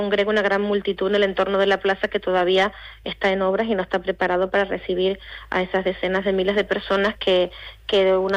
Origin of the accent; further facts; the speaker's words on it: Canary Islands, Spain; seguir construyendo la identidad que como pueblo canario también nos visibiliza y nos identifica y nos une, al fin y al cabo.